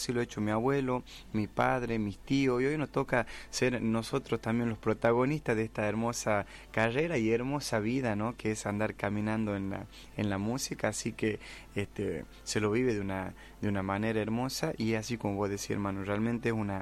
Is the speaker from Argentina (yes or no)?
yes; Salta, Argentina; Y yo soy salteño, nacido y criado en Salta Capital